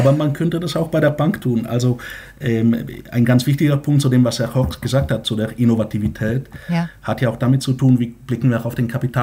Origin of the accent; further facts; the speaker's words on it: Bulgaria; Übrigens wie in meiner Heimat Bulgarien, da ähnelt sich Sachsen mit meiner Heimat ganz doll